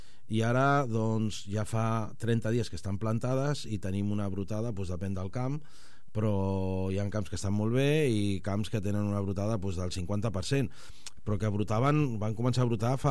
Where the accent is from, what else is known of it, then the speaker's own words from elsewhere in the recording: El Prat de Llobregat, Catalonia, Spain; plantem perquè som del Prat